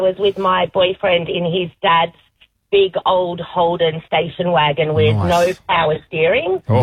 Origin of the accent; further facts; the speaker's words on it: Sutherland Shire, New South Wales, Australia; Growing up in the Shire, so I was unofficially driving. I didn't even have my L's at this point.